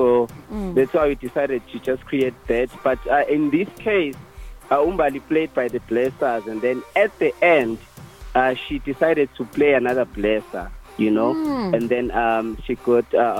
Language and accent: English; Durban, KwaZulu-Natal, South Africa; because we are from Durban